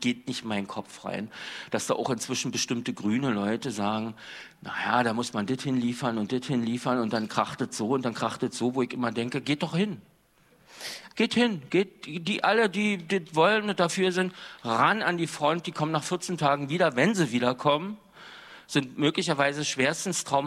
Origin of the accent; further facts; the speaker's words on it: Cottbus, Brandenburg, Germany; also born or lived in Greifswald; Mein Vater war jüngster Chefdramaturg der DDR. mit 24, 25 war er in Greifswald und dann sind wir von Greifswald nach Cottbus gezogen.